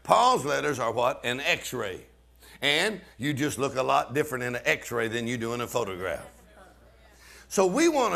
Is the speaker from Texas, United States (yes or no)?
yes; Texas, United States; I'm from Texas.